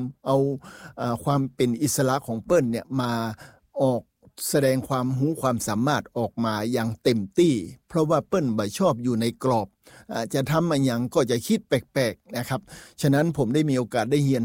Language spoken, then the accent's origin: Thai; Lamphun, Thailand; moved away; เมื่อปี2565ผมได้กลับมาเป็นคนลำพูนแห่มครั้งหนึ่ง